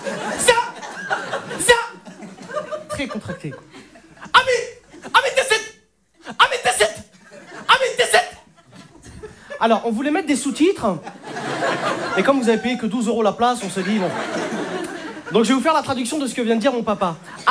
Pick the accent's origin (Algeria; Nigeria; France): Algeria; Je suis algérien.